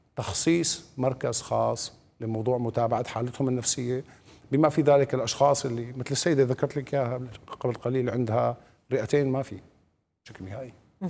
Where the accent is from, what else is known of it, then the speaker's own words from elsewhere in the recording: Syria; ونحن هدول سوريين بالنسبة لأنه هدول أولاد بلدنا،